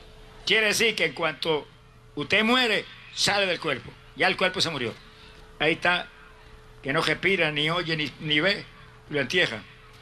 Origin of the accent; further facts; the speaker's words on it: Camuy, Puerto Rico; una de las iglesias en mi pueblo de Camuy, allá en Puerto Rico.